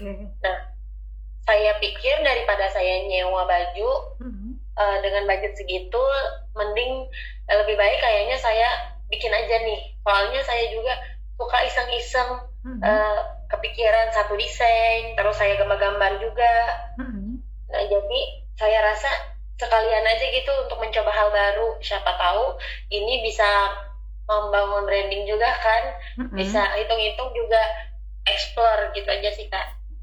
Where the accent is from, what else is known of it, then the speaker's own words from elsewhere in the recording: Central Kalimantan, Indonesia; saya kan asalnya juga dari Barito Timur.